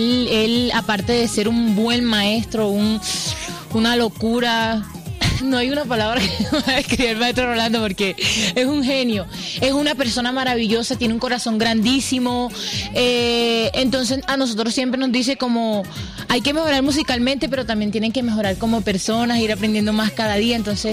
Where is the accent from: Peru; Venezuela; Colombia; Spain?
Colombia; San Cristóbal, Bolívar; yo soy de San Cristóbal Bolívar, uh-huh. Es un municipio que queda a las orillas del Canal del Dique, cerca de Cartagena.